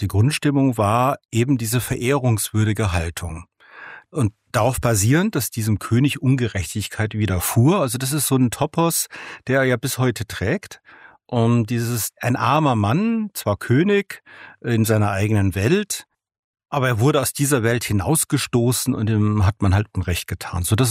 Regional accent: Bonn, North Rhine-Westphalia, Germany; Ich komme aus dem Rheinland, aus Bad Godesberg.

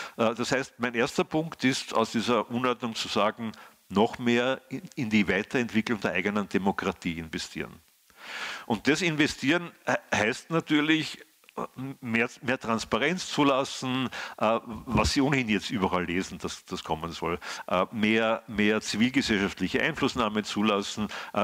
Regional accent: Austria; Und ich bin als Österreicher irgendwo, der Herr Landeshauptmann muss weghören, irgendwo in der Mitte dazwischen gesessen

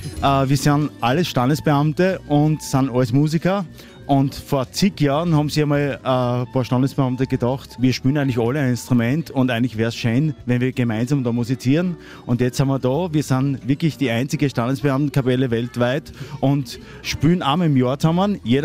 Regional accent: Styria, Austria

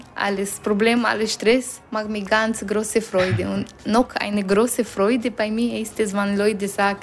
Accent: Romania; German is a second language; moved away as an adult; now in Innsbruck, Austria; Ich komme aus Rumänien. Ich bin das erste Mal hergekommen zu arbeiten.

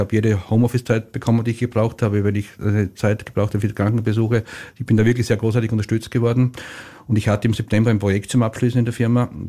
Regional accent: Siebenbrunn, Lower Austria, Austria; bis 2017 dann bin ich den Weg von Siebenbrunn, meinem Heimatort, bis nach Santiago gegangen.

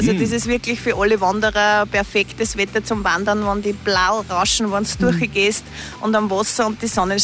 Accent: Lower Austria, Austria; born there; Ich als gebürtige Mostviertlerin

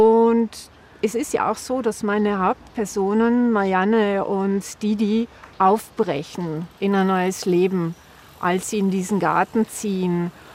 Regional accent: Vorarlberg, Austria; Ich bin in der Nähe aufgewachsen, war als Kind hier schon schwimmen

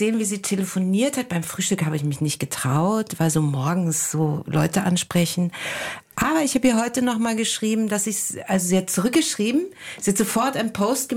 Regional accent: East Germany, Germany; Ich komme ja ursprünglich aus der DDR.

